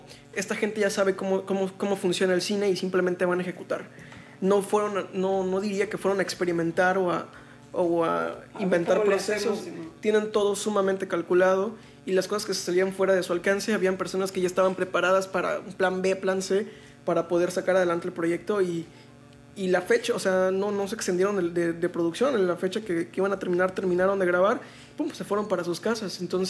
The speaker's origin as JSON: {"language": "Spanish", "town": "Ciudad del Carmen", "region": "Campeche", "country": "Mexico", "said": "Soy Ciudad del Carmen"}